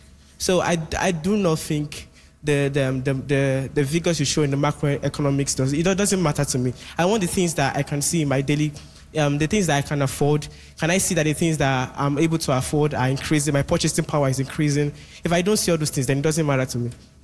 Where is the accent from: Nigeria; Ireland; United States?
Nigeria; I'm a Nigerian, and I live in Nigeria, I stay in Nigeria, I eat the things that Nigeria eats.